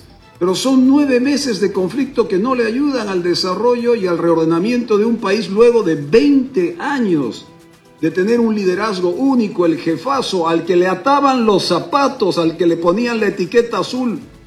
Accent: Bolivia; nosotros los bolivianos

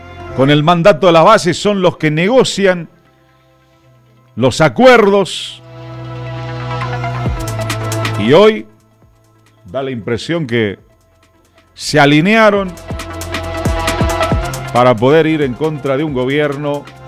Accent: Bolivia; como bolivianos carecemos de una memoria histórica.

